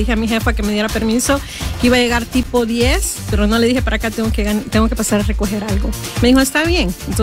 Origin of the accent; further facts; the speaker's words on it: Apopa, San Salvador, El Salvador; moved away; Soy de San Salvador. Un saludo para los que están allá en Apopa. Soy originaria de Apopa.